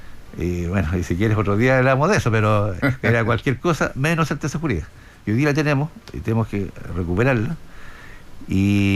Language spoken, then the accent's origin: Spanish; Coihueco, Ñuble, Chile; Soy de Coihueco.